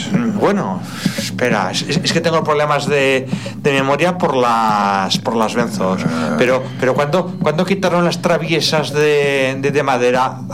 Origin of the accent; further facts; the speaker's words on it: Mainar, Aragon, Spain; Y el túnel más largo que hay en la línea de ferrocarril entre Zaragoza y Valencia, pues está mi pueblo también, en el barranco